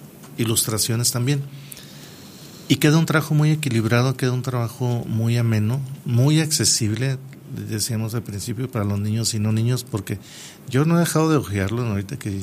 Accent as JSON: {"language": "Spanish", "town": "Tayoltita", "region": "Durango", "country": "Mexico", "tie": "born or raised there", "said": "Y el concierto de verano a mí me mandó a mi pasado, la verdad, de mi infancia, que fue en Tayoltita, con un clima excepcional en Tayoltita, y entre los árboles de mango y los frutales y tanta vegetación que hay en Tayoltita."}